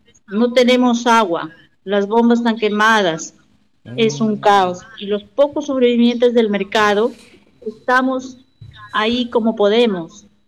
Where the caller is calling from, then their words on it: Olmos, Lambayeque, Peru; Yo, como una ciudadana de Olmos de a pie, comerciante